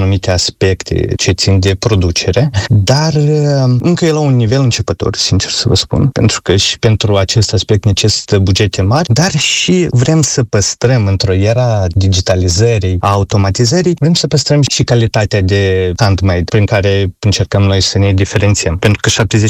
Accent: Moldova

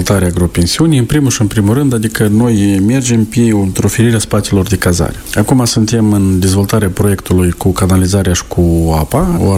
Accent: Șoldănești, Șoldănești District, Moldova; now in Cuconești Noi, Moldova; Da, sunt din Șoldănești de Baștină. Am ajuns aici pe, hai spunem așa, prima direcție de activitate care dețedim o gospodărie agricolă aici în satul Cuconești Noi.

